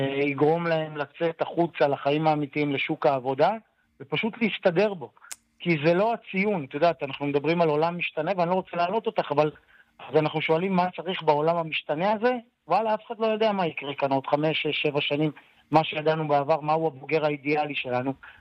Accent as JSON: {"language": "Hebrew", "town": "Nesher", "region": "Haifa District", "country": "Israel", "tie": "born or raised there", "said": "אני יליד נשר, הילדים שלי הם דור חמישי לתושבי נשר."}